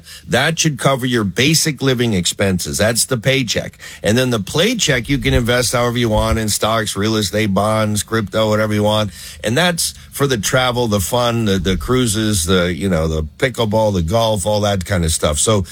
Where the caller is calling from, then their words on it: Flagstaff, Arizona, United States; Coach, great to be back with you. I'm calling in from Flagstaff now.